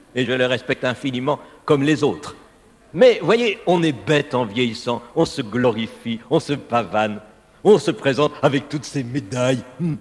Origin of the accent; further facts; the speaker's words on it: Cambrai, Hauts-de-France, France; Je viens de Cambrai, célèbre par ses bêtises.